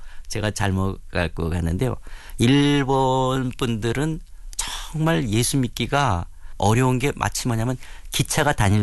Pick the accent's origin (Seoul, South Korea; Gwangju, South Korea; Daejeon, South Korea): Seoul, South Korea; Euljiro 3-ga; 저는 고향이 을지로 삼가예요. 제가 을지로 삼가에서 태어났고 저는 막내 중에 막내처럼 자랐기 때문에